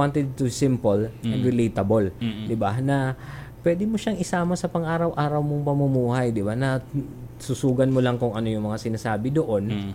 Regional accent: Masbate, Bicol Region, Philippines; Pareho pala tayong Bicolano.

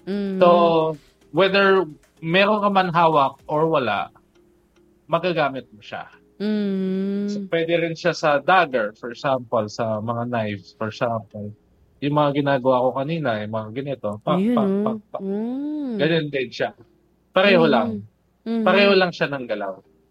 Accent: Cainta, Calabarzon, Philippines; Sa baras naman, since taga-Kainta ako, taga-Kainta Rizal, makikita mo, meron silang sariling foot fighting doon.

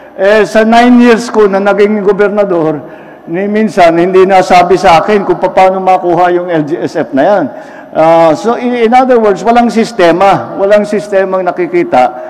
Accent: Ilocos Region, Philippines; Pero palapit na doon sa amin sa Ilocos Norte.

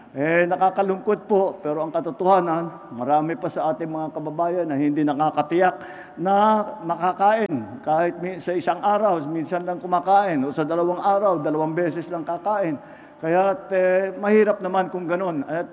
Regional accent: Ilocos Region, Philippines; Pero palapit na doon sa amin sa Ilocos Norte. Nararamdaman ko talaga ang init ng inyong salubong.

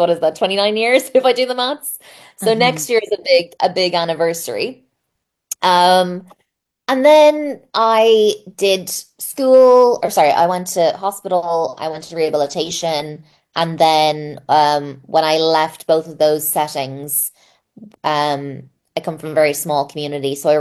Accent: Ireland; I grew up in the 90s in Ireland. I'm the oldest child. I'm the oldest grandchild. I'm an oldest daughter.

